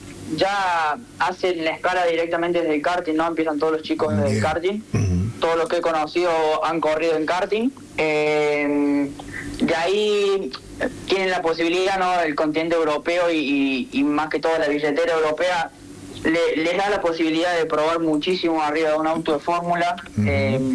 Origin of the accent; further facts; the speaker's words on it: Argentina; now in Spain; el único argentino.